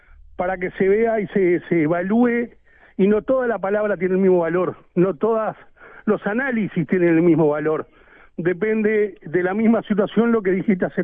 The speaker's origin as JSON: {"language": "Spanish", "country": "Uruguay", "said": "el dolor que tenemos todos como uruguayo"}